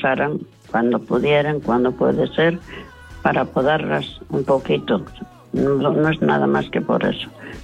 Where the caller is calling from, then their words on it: Vigo, Galicia, Spain; vivo en la Plaza Independencia y me llegan las ramas al balcón.